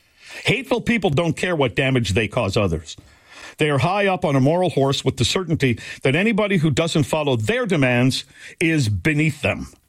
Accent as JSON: {"language": "English", "region": "Manitoba", "country": "Canada", "said": "No, I'm Canadian. are from Manitoba."}